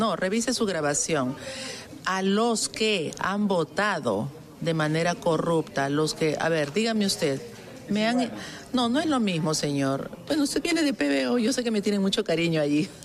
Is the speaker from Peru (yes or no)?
yes; Peru; Pero por supuesto, soy peruana.